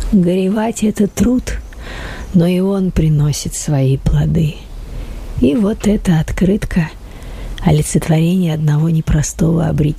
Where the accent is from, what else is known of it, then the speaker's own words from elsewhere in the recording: Tver, Tver Oblast, Russia; А я из Твери. В Ленинграде жила только в юности. Училась здесь, в институте.